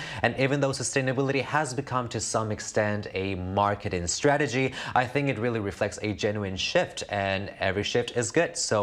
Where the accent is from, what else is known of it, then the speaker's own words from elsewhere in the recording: Spain; moved away; I come from Spain